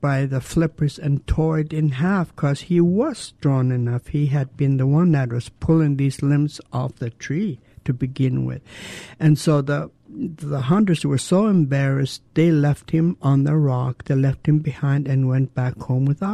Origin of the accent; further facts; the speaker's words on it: Douglas, Alaska, United States; I was born and raised in Douglas. I belong to the Raven Moiety. I come from the Whale House in Clockwan, which is a Kanaktede house.